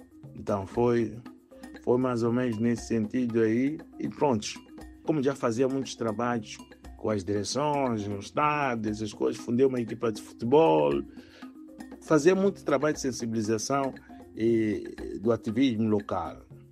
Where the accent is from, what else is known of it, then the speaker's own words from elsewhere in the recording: Maputo, Maputo City, Mozambique; Eu sou moçambicano, nasci em Maputo, no distrito de Catembe. E cresci no bairro da Malhangalene, onde fiz toda a minha infância, no bairro da Malhangalene. Conheço toda a cidade de Maputo, sou filho mesmo de Maputo mesmo.